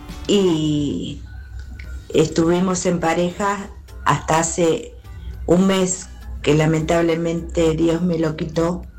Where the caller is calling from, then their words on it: Alejandro Korn, Buenos Aires Province, Argentina; soy de Alejandro Cor.